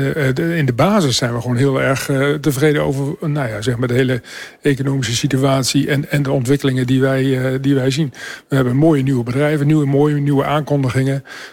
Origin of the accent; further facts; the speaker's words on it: Eemshaven, Groningen, Netherlands; Daar kom ik vandaan.